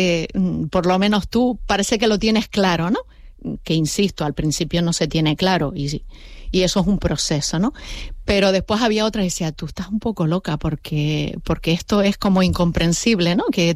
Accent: La Palma, Canary Islands, Spain; now in Gran Canaria, Spain; me vengo de La Palma, porque yo soy de La Palma.

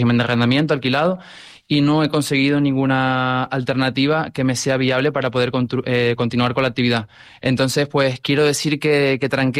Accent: La Palma, Canary Islands, Spain; yo soy de La Palma

